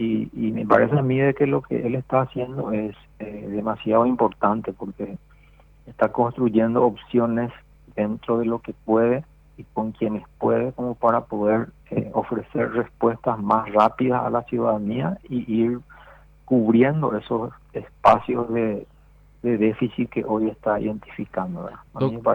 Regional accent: Paraguay; me anoto como paraguayo, como profesional

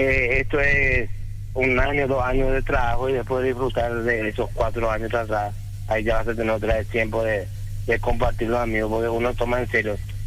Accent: Areguá, Central, Paraguay; En Areguá, mi ciudad natal

